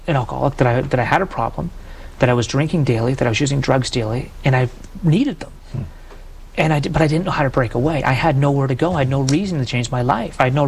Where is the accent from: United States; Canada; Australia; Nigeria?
Canada; As a Canadian, we played road hockey nonstop.